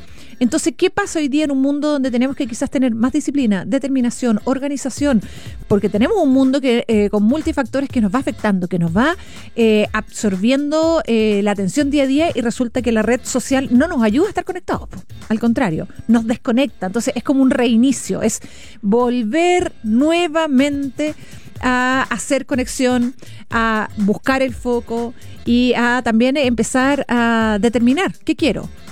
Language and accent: Spanish; Chile